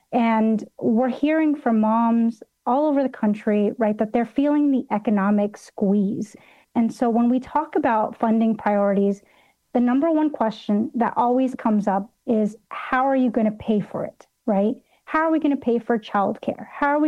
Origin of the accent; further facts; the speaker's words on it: Los Angeles, California, United States; So I grew up in Los Angeles. My family actually used to drive to Tijuana, to Mexico, cross the border in order to get medical help